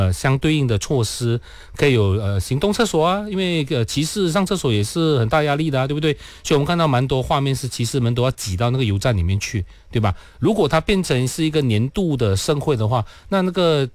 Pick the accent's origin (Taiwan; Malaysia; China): Malaysia; 我们马来西亚人特别喜欢这种就是破世界纪录